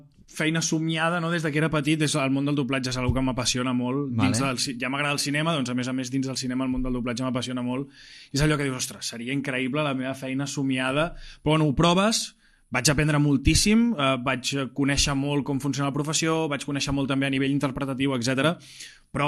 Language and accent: Catalan; Vilassar de Dalt, Catalonia, Spain; also born or lived in Mataró; Sóc capgros, però sóc de Vilassar de Dalt de tota la vida. De Vilassar Bo.